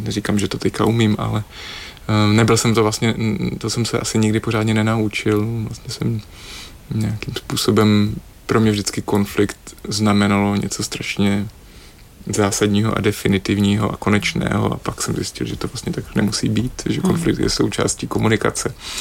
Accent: Olomouc, Olomouc Region, Czechia; jak jsme oba z Olomouce

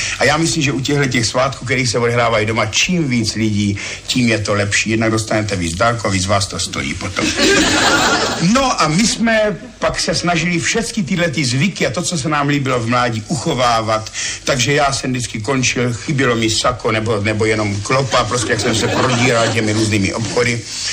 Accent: Brno, South Moravian Region, Czechia; also born or lived in Ivančice / Říčmanice; já do Brna pořád jezdím, mám tady rodinu, takže já jsem vlastně Brňák pořád.

